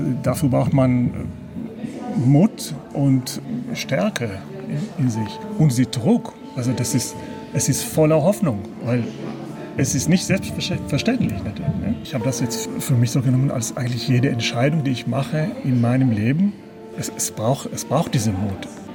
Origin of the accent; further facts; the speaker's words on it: Israel; German is a second language; now in Germany; bevor ich die Nachrichten aus Israel auf Hebräisch lese, damit wird nicht erkannt, dass, wo ich herkomme.